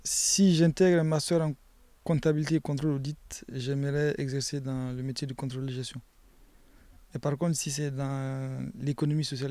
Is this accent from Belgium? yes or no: no; Burkina Faso; moved away as an adult; now in Lyon, France; J'ai étudié d'abord au Burkina